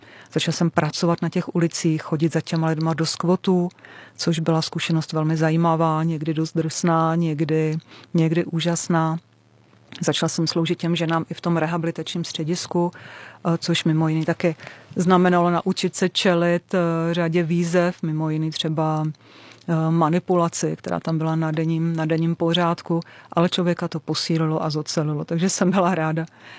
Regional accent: Pardubice, Pardubice Region, Czechia; pocházím z Pardubic a vyrůstala jsem v nevěřící rodině.

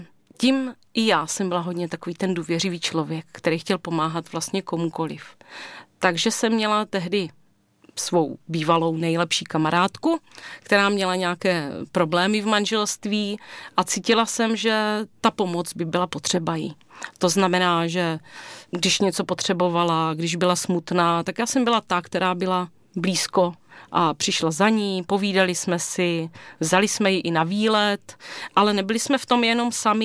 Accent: Brno, South Moravian Region, Czechia; Tak já jsem z Brna, bydlím celý život v Brně

